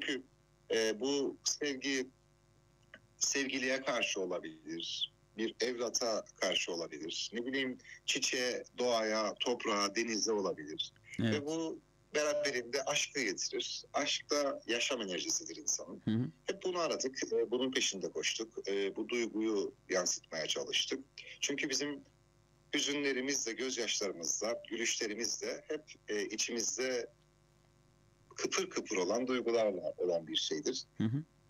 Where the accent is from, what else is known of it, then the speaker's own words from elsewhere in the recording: Cyprus; kalabalık bir ailede büyüyerek doğan bir adalıyım aslında, bir Kıbrıslıyım ki tüm özelliklerini taşıyoruz adalı olmanın.